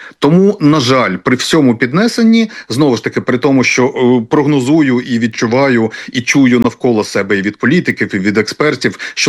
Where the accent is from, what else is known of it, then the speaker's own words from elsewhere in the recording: Odesa, Odesa Oblast, Ukraine; я з Одеси